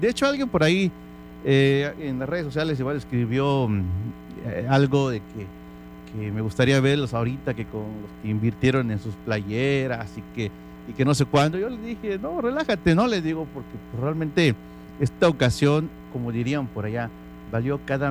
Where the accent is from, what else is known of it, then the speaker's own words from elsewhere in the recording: Mexico; Nos unimos como mexicanos